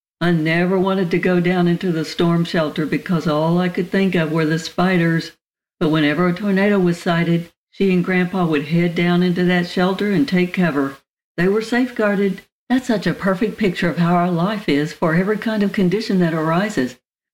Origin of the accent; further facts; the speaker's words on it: Oklahoma, United States; I grew up in Oklahoma, and so the word safety has a special meaning right around the time of year when the tornadoes come.